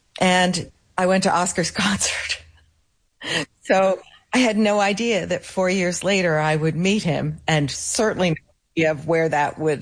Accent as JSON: {"language": "English", "region": "New Jersey", "country": "United States", "tie": "born or raised there", "said": "I grew up in New Jersey, so not very far from the city."}